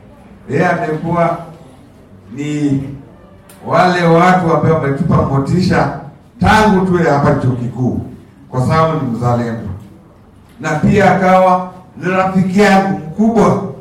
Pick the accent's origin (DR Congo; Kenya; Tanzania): Kenya